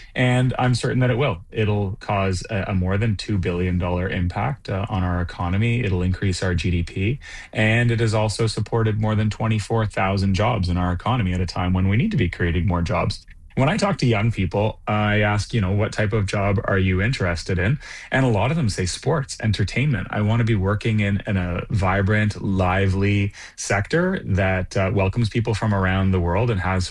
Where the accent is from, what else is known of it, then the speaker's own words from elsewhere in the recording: Canada; Well, certainly I am biased being Canadian and having worked on this project for the last couple of years